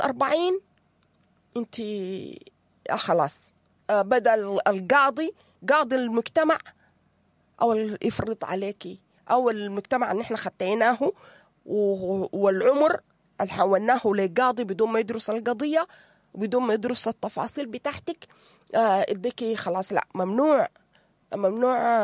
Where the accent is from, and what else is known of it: Sudan